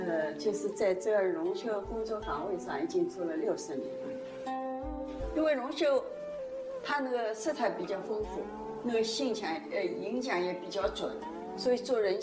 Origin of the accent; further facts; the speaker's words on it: China; 我们中国人